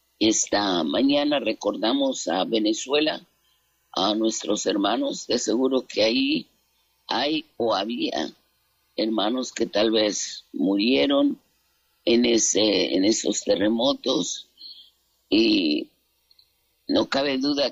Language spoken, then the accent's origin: Spanish; Mexico; now in Phoenix, United States; yo soy de México